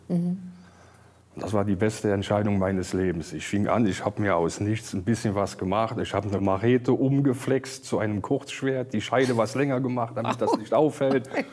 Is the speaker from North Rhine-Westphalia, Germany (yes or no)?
no; Manderscheid, Rhineland-Palatinate, Germany; Ich bin mein ganzes Leben lang auf dieser Burg gewesen. Ich komme aus Manderscheid, bin hier groß geworden, bin auf den Burgen groß geworden.